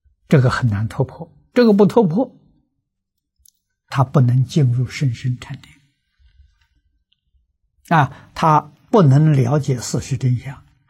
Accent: China; 那我们中国人通常讲桃李天，桃李天不高

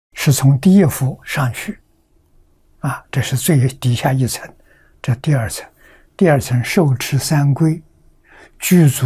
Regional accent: China; 我们中国人

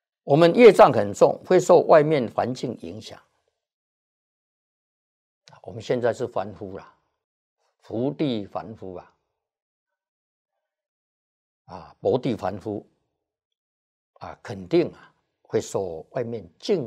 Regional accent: China; 像外国人讲磁场，我们中国人讲这个气氛

